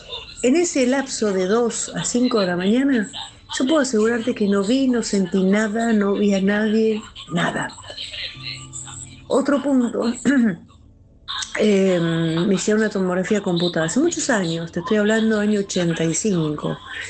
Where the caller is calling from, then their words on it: Buenos Aires, Argentina; soy de Palermo.